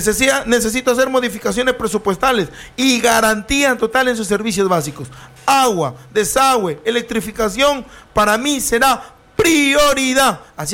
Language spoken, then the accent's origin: Spanish; La Pintada, Tucumán, Argentina; Tucumán sabe quién es … ingeniero de 42 años. Nací en La Pintada, he crecido en La Pintada, he vivido en La Pintada, sigo en La Pintada